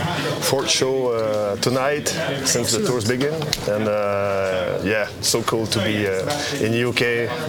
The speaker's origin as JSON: {"language": "English", "town": "Trois-Rivières", "region": "Quebec", "country": "Canada", "tie": "born or raised there", "said": "a friend in Three River, my hometown"}